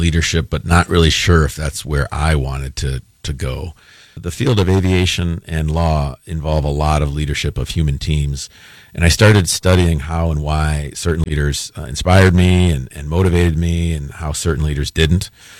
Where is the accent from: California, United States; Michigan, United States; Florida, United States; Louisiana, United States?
Michigan, United States; Kalamazoo; born there; My mom grew up in Southwest Michigan in Battle Creek. I was born in Kalamazoo.